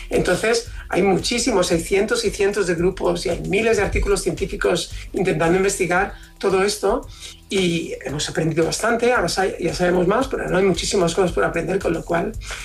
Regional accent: Valencian Community, Spain; como buen valenciano nos tenemos que corregir y puntualizar mucho. No, no, mi paella es una paella valenciana

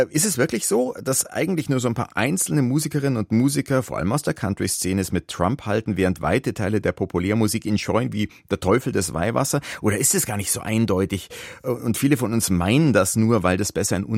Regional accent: Germany; da bin ich eben Deutscher

